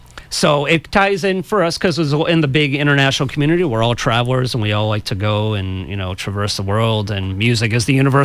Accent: Boston, Massachusetts, United States; So Boston, we're from New England for all our people on the East Coast.

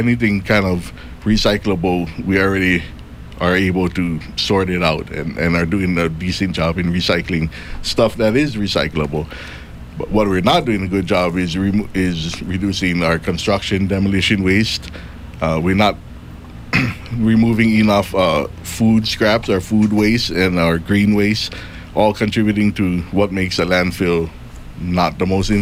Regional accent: Kauai, Hawaii, United States; being born and raised on Kauai

